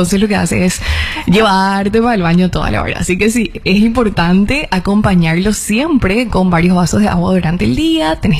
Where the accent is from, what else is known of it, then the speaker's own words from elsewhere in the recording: Paraguay; realidades que como paraguayos, claro, nos azotan bastante.